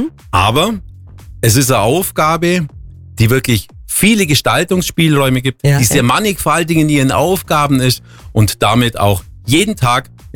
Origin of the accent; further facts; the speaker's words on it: Waltenhofen, Bavaria, Germany; Tatsächlich bin ich natürlich sehr gerne in Waltenhofen aufgewachsen, mag diesen Ort.